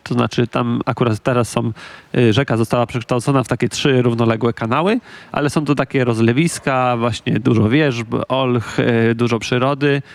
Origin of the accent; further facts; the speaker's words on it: Kębłowo, Greater Poland Voivodeship, Poland; na moją rodzinną wioskę Kębłowo mówili kiedyś błota. To znaczy, że błota. Tam są błota i jest bardzo dużo wody i jest to taki podmokły teren.